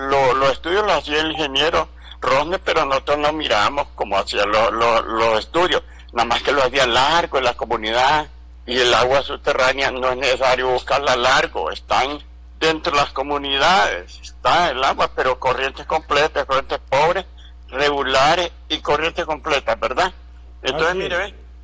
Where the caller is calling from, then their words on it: Francisco Morazán, Honduras; Yo soy de Guayabías. Abajito es Pueblo Nuevo.